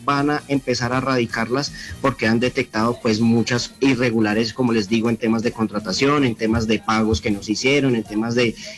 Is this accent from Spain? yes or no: yes; Galicia, Spain; Yo vengo de Galicia, ¿eh?